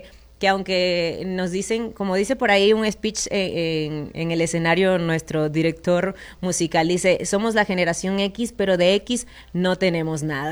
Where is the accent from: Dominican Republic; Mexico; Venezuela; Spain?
Venezuela; Yo, por ejemplo, soy venezolana